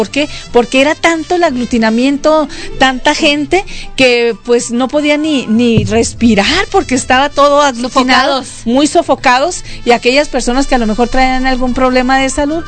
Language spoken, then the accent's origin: Spanish; Mexico; Nos pintamos solos los mexicanos.